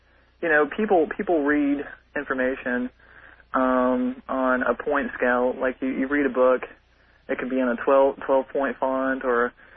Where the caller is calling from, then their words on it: Nashville, Tennessee, United States; I'm calling from Nashville, Tennessee.